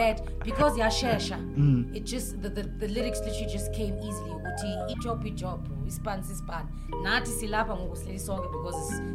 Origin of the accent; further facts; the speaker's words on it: Eastern Cape, South Africa; I'm from Eastern Cape